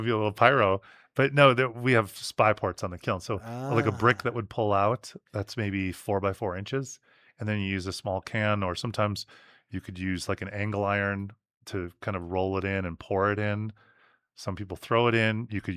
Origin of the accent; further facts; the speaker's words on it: Midwest, United States; I grew up in the Midwest